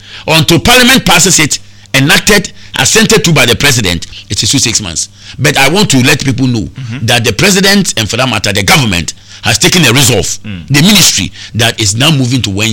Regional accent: Ghana; So we are Ghanaian.

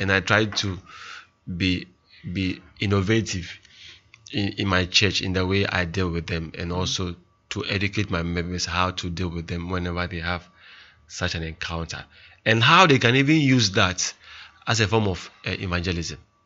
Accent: Ghana; as a Ghanaian person

